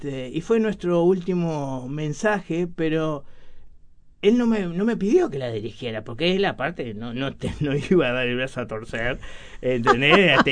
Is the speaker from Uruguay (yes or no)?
yes; Montevideo, Uruguay; Somos de Villa Española los dos.